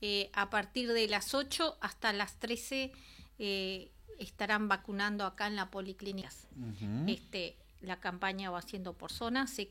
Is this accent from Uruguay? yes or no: yes; Vichadero, Rivera, Uruguay; born there; now in Tranqueras, Uruguay; Yo hice el liceo en Bichadero, o sea, yo soy más de Bichadero que de Tranquera. Y la ley de la vida me mandó conseguir trabajo en Tranqueras y por eso estoy acá.